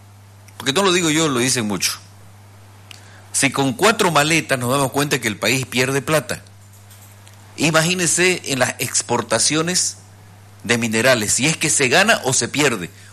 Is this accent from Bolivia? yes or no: yes; Bolivia; Y nosotros somos bolivianos comunes.